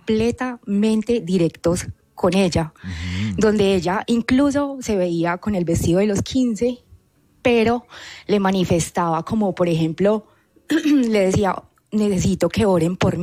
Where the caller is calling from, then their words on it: Pereira, Risaralda, Colombia; saludos desde aquí, desde Pereira.